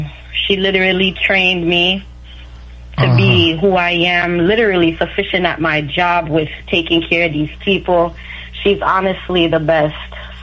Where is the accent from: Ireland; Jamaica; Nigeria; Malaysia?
Jamaica; now in United States; But we're from Jamaica.